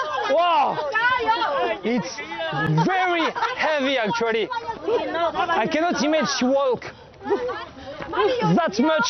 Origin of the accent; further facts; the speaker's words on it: France; Chinese is a second language; now in China; 跟在我的老家法国完全不一样